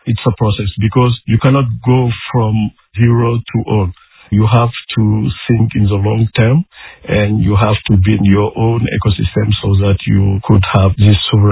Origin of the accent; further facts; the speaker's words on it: Senegal; from Senegal.